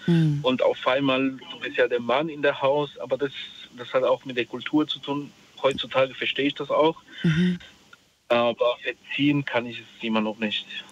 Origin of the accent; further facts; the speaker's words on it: Mainz, Rhineland-Palatinate, Germany; also ich komme aus Mainz